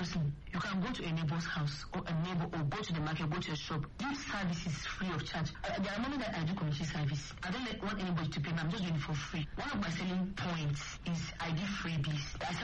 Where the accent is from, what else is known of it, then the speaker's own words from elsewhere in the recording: Kaduna State, Nigeria; I'm from Nigeria, local, a small Nigeria, South Kaduna, one of the minorities. I'm Chawi by tribe.